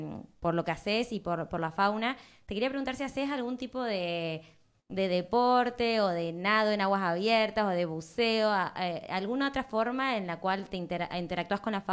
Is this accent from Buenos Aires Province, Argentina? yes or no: no; Neuquén, Argentina; Neuquén y bueno, viste que ahí, bueno, y muy cercana a Río Negro, siempre tenemos como ese contacto con la naturaleza desde que somos muy chicos